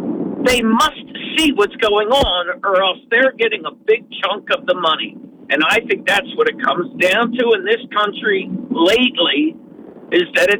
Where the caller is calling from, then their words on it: Norwich, New York, United States; I'm from Norwich.